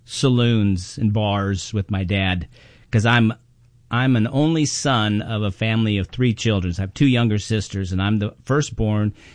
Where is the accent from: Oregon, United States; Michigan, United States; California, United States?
California, United States; Tehachapi; And grew up on a ranch out in between Bakersfield and Mojave.